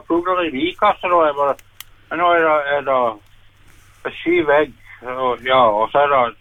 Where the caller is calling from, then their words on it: Vennesla, Agder, Norway; Vi er fra Vennesla.